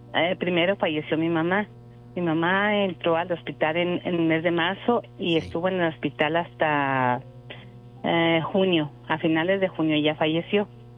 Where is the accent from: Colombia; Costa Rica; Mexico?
Mexico; Chihuahua; nosotros somos de Chihuahua